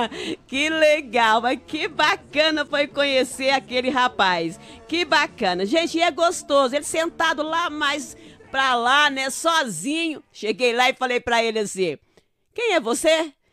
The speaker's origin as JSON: {"language": "Portuguese", "town": "Uberaba", "region": "Minas Gerais", "country": "Brazil", "moved": "yes", "said": "Lá na minha cidade, lá na minha terra chamada Uberaba"}